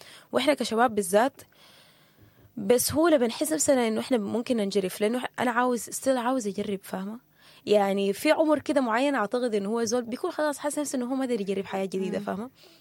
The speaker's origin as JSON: {"language": "Arabic", "country": "Sudan", "said": "إحنا اتنين سودانيين"}